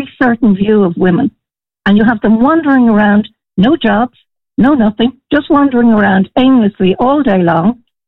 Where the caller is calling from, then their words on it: Ireland; we as Irish citizens